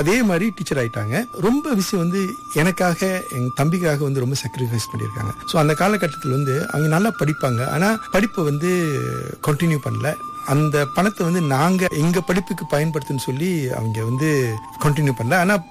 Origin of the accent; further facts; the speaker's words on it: India; அவங்க தான் எனக்கு வந்து இந்த தமிழ்ல வந்து இந்த பற்று, நான் ஒரு இந்தியன் அந்த ஒரு அந்த உணர்ச்சி எல்லாம் வந்து அக்கா தான் கொடுத்தாங்க.